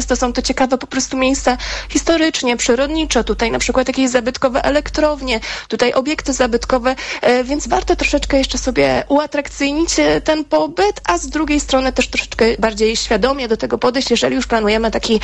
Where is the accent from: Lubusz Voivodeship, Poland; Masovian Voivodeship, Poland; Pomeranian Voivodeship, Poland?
Pomeranian Voivodeship, Poland; u nas na Pomorzu